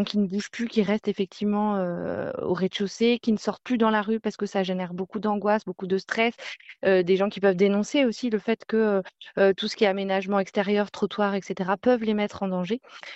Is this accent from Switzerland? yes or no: no; Normandy, France; Nous, on est basé dans le 20e, en fait, sur Paris. Après, moi, je suis originaire de l'Orne.